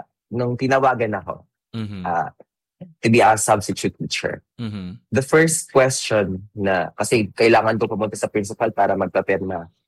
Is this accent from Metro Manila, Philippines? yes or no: no; Tiwi, Bicol Region, Philippines; hindi talaga ako originally doon, taga Tabaco, taga Tiwialbay ako. Pero it's just one town. Parang magkalapit lang naman sila.